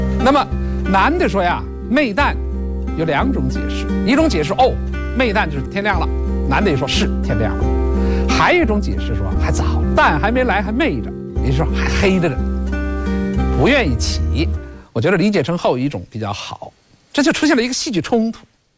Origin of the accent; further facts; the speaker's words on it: China; 我们中国人